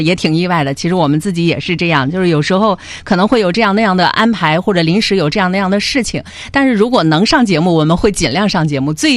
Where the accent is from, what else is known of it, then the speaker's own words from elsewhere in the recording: Northeast China, China; 我们东北人都老热情了，尤其长春人啊，特别的敞亮